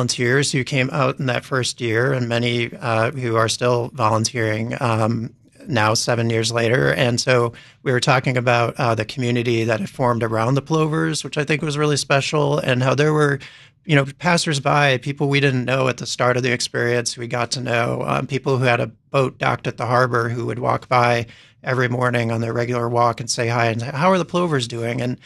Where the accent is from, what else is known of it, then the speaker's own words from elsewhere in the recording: Great Lakes, United States; growing up around the Great Lakes